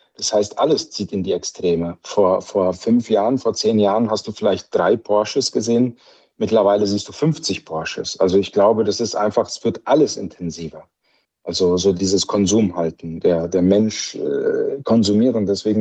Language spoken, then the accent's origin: German; Spain; born or raised there